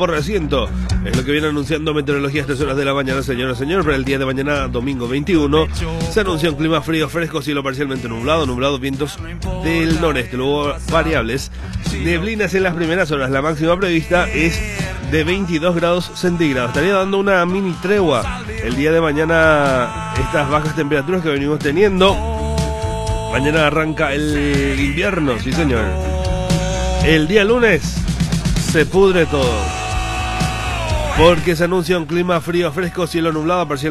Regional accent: Paraguay

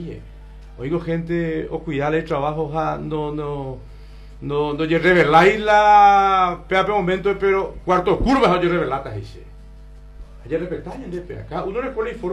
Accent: Paraguay

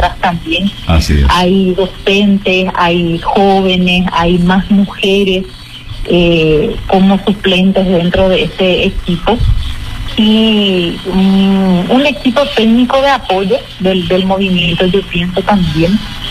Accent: Paraguay; como personas, como ciudadanos, y como paraguayo.

